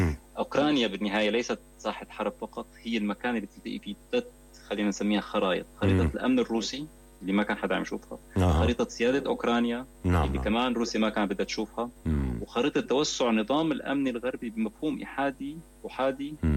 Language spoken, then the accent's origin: Arabic; Syria; كإنسان كسوري